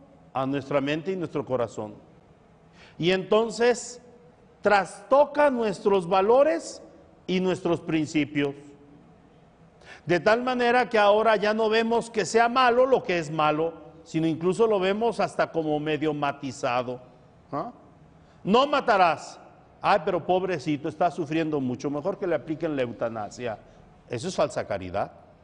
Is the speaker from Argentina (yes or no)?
no; Mexico; como mexicanos o como ciudadanos de esta patria